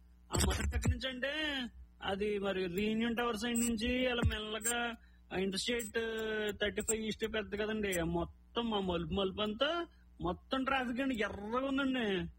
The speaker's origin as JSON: {"language": "Telugu", "region": "Andhra Pradesh", "country": "India", "tie": "born or raised there", "moved": "yes", "lives_now": "Dallas-Fort Worth, United States", "said": "మీది ఏ ఊరిని అడుగుతున్నారా? ముద్దునేపల్లండి."}